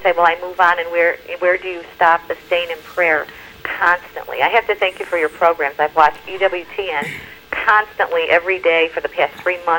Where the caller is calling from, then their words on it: Chicago, Illinois, United States; Sister, I'm from Chicago, or a suburb of Chicago